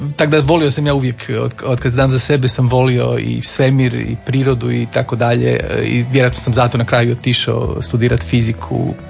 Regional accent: Samobor, Zagreb County, Croatia; inače odrastao sam ja u Samoboru, znate, na jednom brdu kraj Samobora i kad sam se kao učenik vraćao doma, često je bilo mrak, jer nije bila tad još povučena rasvjeta do mog sela

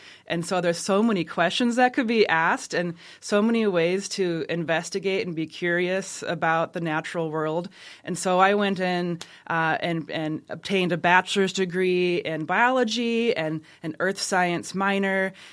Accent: Rapid City, South Dakota, United States; So I grew up in the Rapid City area, and I was lucky to have a forest right in my own backyard

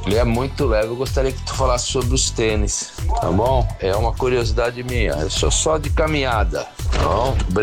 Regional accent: São Vicente, São Paulo, Brazil; sou aqui de São Vicente.

